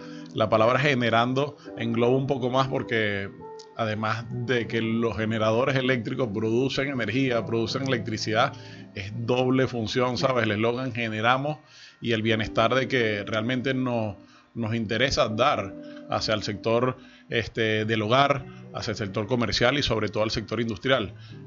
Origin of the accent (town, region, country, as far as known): Venezuela